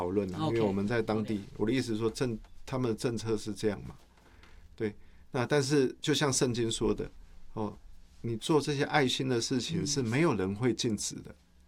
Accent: Taiwan

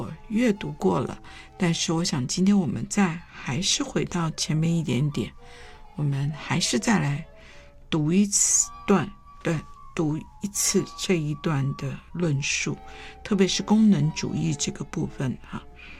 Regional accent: China; 我们中国人

